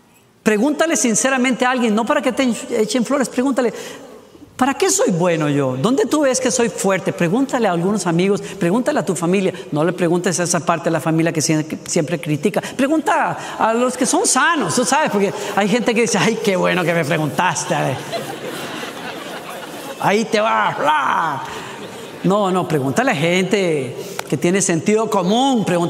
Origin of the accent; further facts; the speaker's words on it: Costa Rica; moved away as an adult; now in United States; Yo ya vivía aquí en Estados Unidos, fui de regreso a Costa Rica, yo soy de Costa Rica